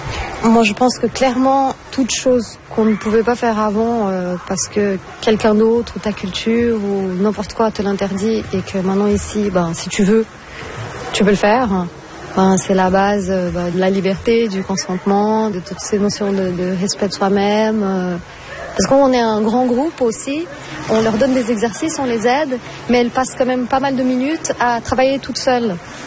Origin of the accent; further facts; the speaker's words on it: Brazil; Moi, je suis brésilienne hein, à la base, donc quand je pense à l'Amazone